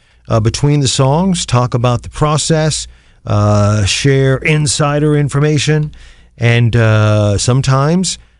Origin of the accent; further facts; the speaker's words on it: Canton, Ohio, United States; Non-commercial public radio for Akron and my hometown of Canton, the Hall of Fame City, at 91.3 FM.